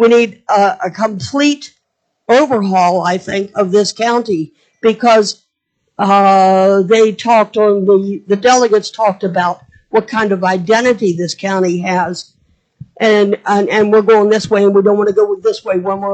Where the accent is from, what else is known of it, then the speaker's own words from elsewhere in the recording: Flintstone, United States; moved away as an adult; I left town for 20 years. I grew up in Flintstone.